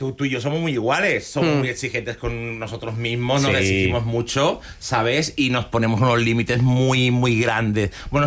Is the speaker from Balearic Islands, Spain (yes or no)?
yes; Balearic Islands, Spain; now in Mairena del Aljarafe, Spain; irnos a Sevilla para que tuviese una vida como más tranquila en Mairena del Aljarafe, que se parecía más a mi adolescencia que tuve en Menorca.